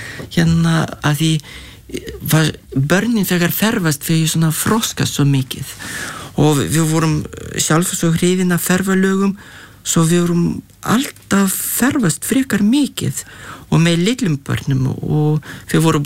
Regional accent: Lithuania; Icelandic is a second language; now in Iceland; við vorum alinn upp í Litáin og með gott sumarvefur og alvöru sumar

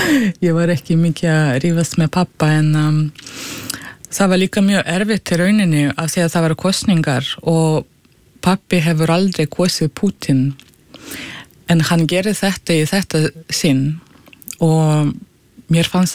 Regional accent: Russia; Icelandic is a second language; now in Iceland; Ég flutti sem sagt frá Rússlandi 2012 og í fyrra þegar ég fór að skrifa þessa bók það var svona fyrsta skipti þegar ég kom til Rússlands í svo langan tíma.

